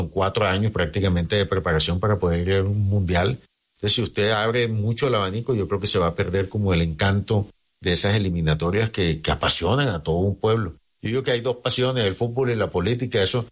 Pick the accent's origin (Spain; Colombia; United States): Colombia; Santa Marta, Magdalena; A ver, yo soy samario